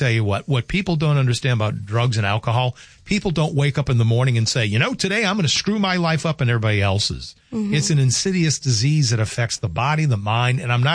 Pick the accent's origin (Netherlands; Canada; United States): United States; Louisiana; now in North Dakota, United States; my home state of Louisiana